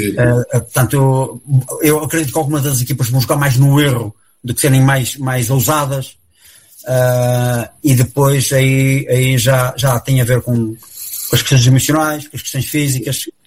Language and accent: Portuguese; Portugal